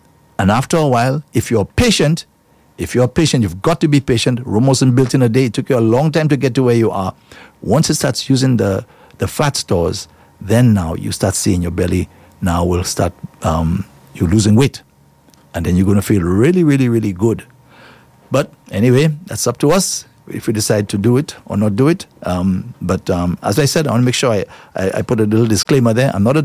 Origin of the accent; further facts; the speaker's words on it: La Clery, Castries, St. Lucia; La Clairie, that's my hometown